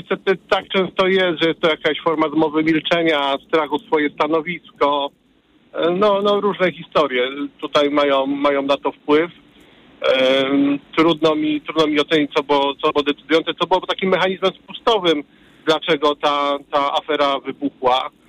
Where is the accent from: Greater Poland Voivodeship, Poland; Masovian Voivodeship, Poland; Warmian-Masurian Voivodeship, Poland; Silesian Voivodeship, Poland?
Greater Poland Voivodeship, Poland; Poznań; Jestem lekarzem z Poznania, właśnie w drodze do pracy.